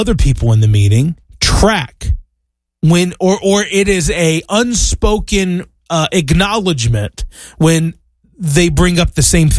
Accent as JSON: {"language": "English", "town": "Roanoke", "region": "Virginia", "country": "United States", "tie": "born or raised there", "also_born_or_lived": "Charlotte, North Carolina", "moved": "yes", "said": "a lot of my life experiences is from my hometown, Roanoke, Virginia, mm-hmm. when I grew up in the Blue Ridge Mountains and Appalachian Mountains. And then the other part of my life is when I lived in Charlotte, North Carolina. That's where I spent all my life."}